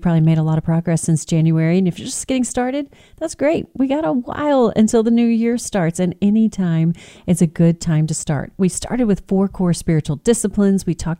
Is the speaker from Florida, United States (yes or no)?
no; Texas, United States; I grew up on the Texas Gulf Coast.